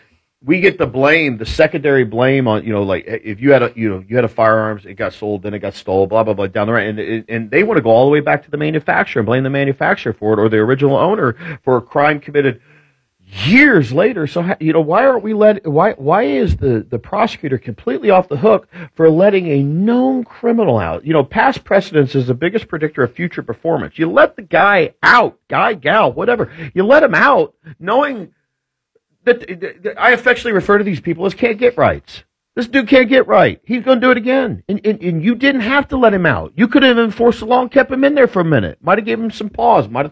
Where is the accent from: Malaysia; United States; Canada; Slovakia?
United States; Indianapolis, Indiana; now in Franklin, United States; I am an indie guy. I grew up in Indianapolis. I love the city of Indianapolis. Indianapolis is the best. I always refer to it, it's a big city